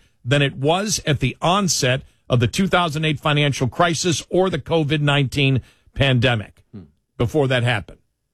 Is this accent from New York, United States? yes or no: yes; Buffalo, New York, United States; And that's the weirdest thing growing up in Buffalo, that I, somebody who grew up in Buffalo